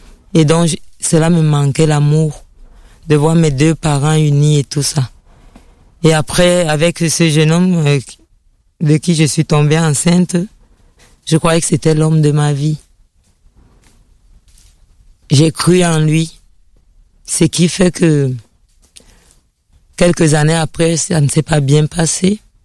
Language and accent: French; Cameroon; born there; Je suis née en Afrique, au Cameroun.